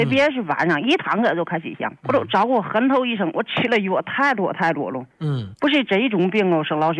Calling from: Zhengzhou, Henan, China; 我是郑州的呢

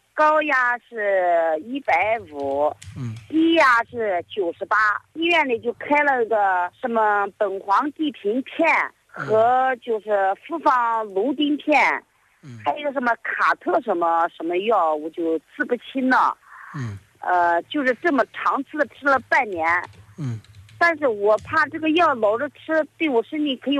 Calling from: Hefei, Anhui, China; 我是合肥的。

